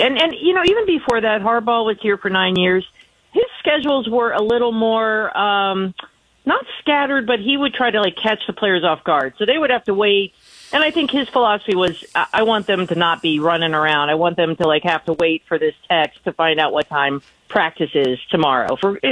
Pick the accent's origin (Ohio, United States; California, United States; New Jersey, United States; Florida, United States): Ohio, United States; I grew up in Ohio. I love the game.